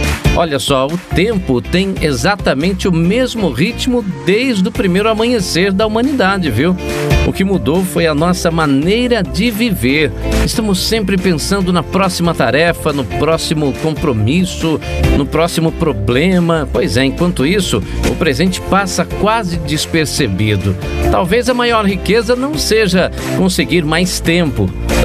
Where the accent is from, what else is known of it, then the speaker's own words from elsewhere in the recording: Minas Gerais, Brazil; Eu que sou mineiro